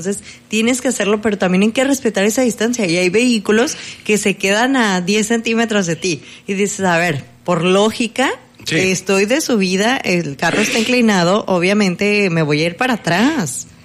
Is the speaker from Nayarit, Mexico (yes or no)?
no; Manzanillo, Colima, Mexico; Nosotros los que somos acá de Manzanillo